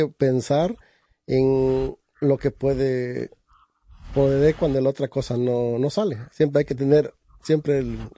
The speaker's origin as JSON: {"language": "Spanish", "region": "Oaxaca", "country": "Mexico", "moved": "yes", "lives_now": "Kingston, United States", "said": "Yo vengo de la parte de Oaxaca, el estado de la costa de Oaxaca."}